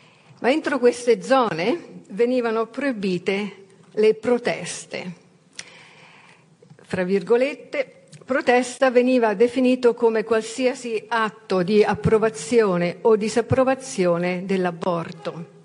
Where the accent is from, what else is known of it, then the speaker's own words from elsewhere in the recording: Rome, Lazio, Italy; moved away as an adult; now in United Kingdom; Roma è la mia città natale, quindi sono estremamente emozionata e grata di essere qui, onorata di essere qui oggi. Vivo in Gran Bretagna da 35 anni